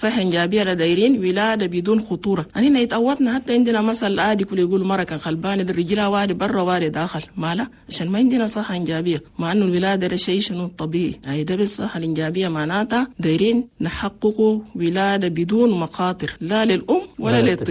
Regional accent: Chad; لأن نحن عندنا في تشاد نسبة موت عن الأمهات اللي بموتوا فيه ولادها كتير مرة واحد

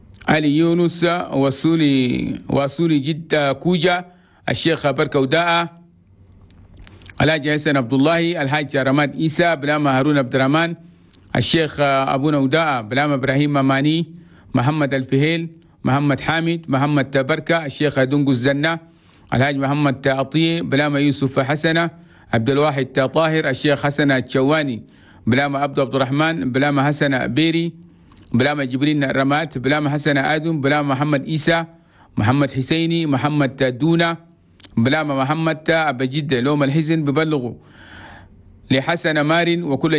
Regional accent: Chad; أنا بلدنا تشاد بلد توماي

